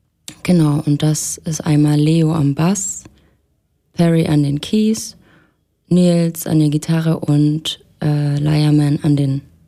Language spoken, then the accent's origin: German; Erfurt, Thuringia, Germany; now in Leipzig, Germany; ganz ursprünglich komme ich aus Erfurt, aber ich wohne jetzt in Leipzig.